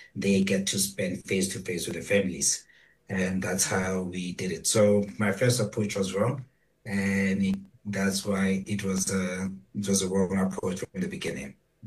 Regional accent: North West, South Africa; moved away; I'm from Northwest in Utsuseng.

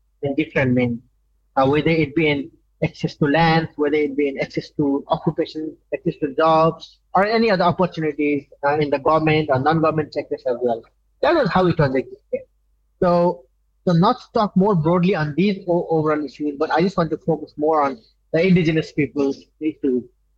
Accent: Nepal; first language Chepang; English is a second language; my Chepang language. So I come from Nepal

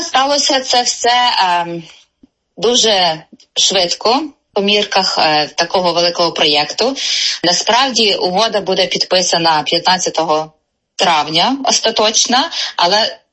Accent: Ternopil Oblast, Ukraine; now in Mississauga, Canada; я сама родом з Тернопільщини, а тепер живу і працюю в Міссісага

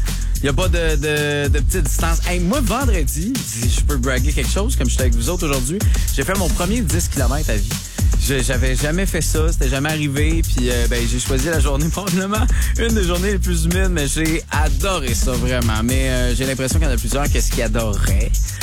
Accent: Quebec, Canada; C'est l'Auto-Québec, là, c'est chez nous, au Québec.

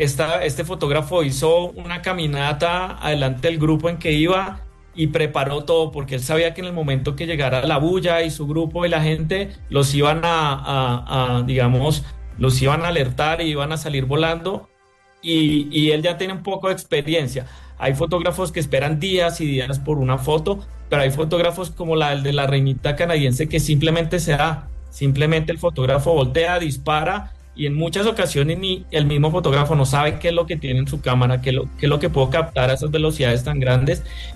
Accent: Colombia

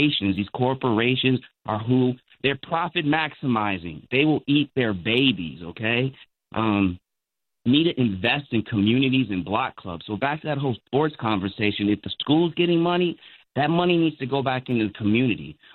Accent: Chicago, Illinois, United States; I grew up in Chicago.

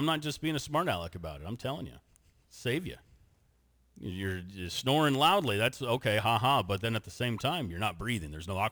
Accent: Paris, Illinois, United States; The Hardee's in my hometown of Paris closed. The one over on Bradley, I know, closed.

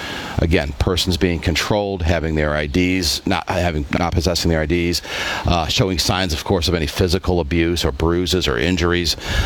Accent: Indiana, United States; I'm from Northwest Indiana.

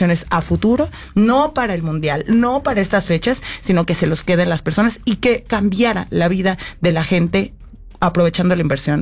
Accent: Mexico City, Mexico; Yo soy de Coyoacán

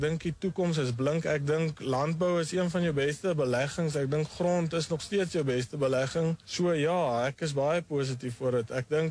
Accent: Eastern Cape, South Africa; born or raised there

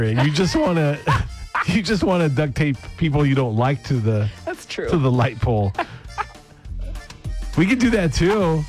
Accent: United States

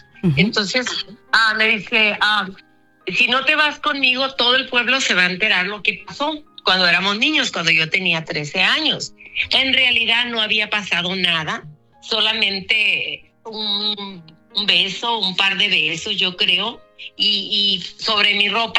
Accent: Mocorito, Sinaloa, Mexico; born there; En México, yo nací en Sinaloa. Nací en un pueblito que está para la sierra de Sinaloa y pertenece a Mocorito, es un pueblo pequeño.

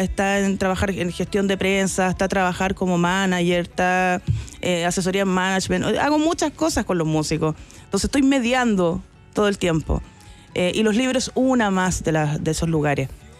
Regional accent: Santiago, Santiago Metropolitan Region, Chile; Yo soy de Santiago

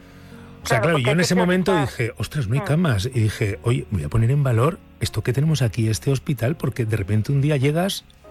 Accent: Burgos, Castile and León, Spain; cuando volvía de Burgos, yo soy de Burgos, y en Navidad volvía después de pasar los días de Navidad con mis padres

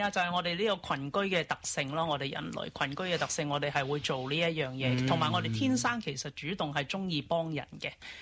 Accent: Australia; 咁咧都係鼓勵我哋澳洲人啦，去多啲接觸我哋嘅鄰居。咁尤其我哋澳洲啦，地方咁大咧。

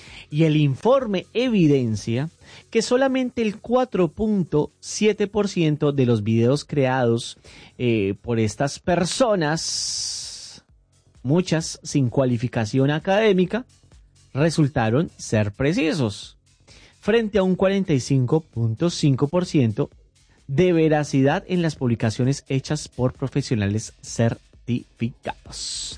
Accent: Colombia; soy colombiano

